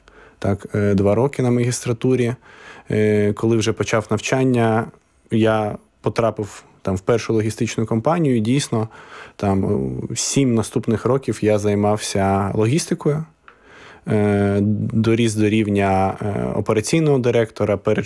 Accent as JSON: {"language": "Ukrainian", "town": "Zaporizhzhia", "region": "Zaporizhzhia Oblast", "country": "Ukraine", "tie": "born or raised there", "moved": "as an adult", "lives_now": "Warsaw, Poland", "said": "Я родом з Запоріжжя. І у нас родичі поляки. Так, моя прабабуся полька."}